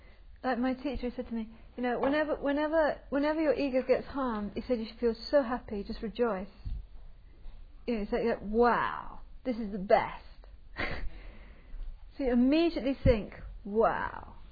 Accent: England, United Kingdom; And being English

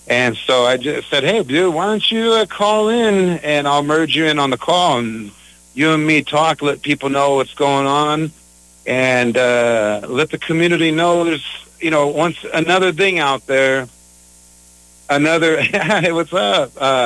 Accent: California, United States; moved away as an adult; also born or lived in Riverside, California / Pittsburg, California; now in Vallejo, United States; I am proud to live at a waterfront city. My whole life, because I grew up at the Orange County coastline, it was, I want to live by the water. And I got to do that when I moved to Pittsburgh from Riverside, California over 20 years ago.

